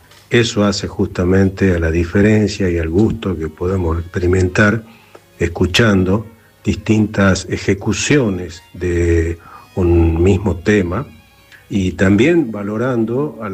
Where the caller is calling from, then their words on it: Ramos Mejía, Buenos Aires Province, Argentina; de Ramos Mejía.